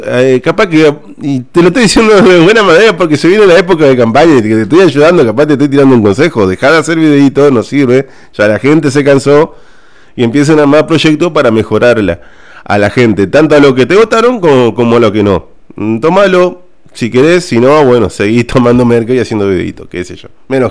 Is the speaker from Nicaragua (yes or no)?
no; Argentina; yo soy también de Argentina